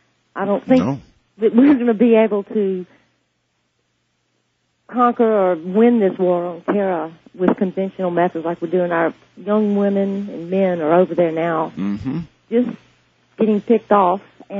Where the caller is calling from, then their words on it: Baton Rouge, Louisiana, United States; from Baton Rouge, Louisiana.